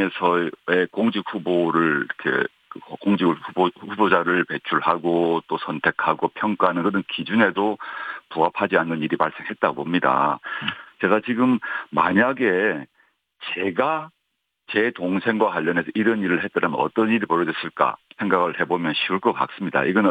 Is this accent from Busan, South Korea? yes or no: yes; Busan, South Korea; 지금 그 제가 당장 이제 제 고향이 부산인데 부산에 있는